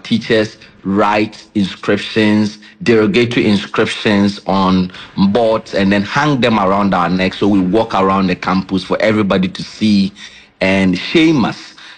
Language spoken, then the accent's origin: English; Ghana; English is a second language; Growing up in Ghana, if you went to school, you are asked to speak English and English only.